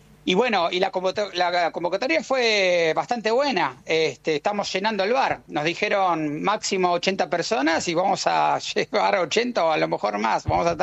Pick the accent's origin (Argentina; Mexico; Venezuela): Argentina; moved away as an adult; now in Manchester, United Kingdom; saben que soy argentino.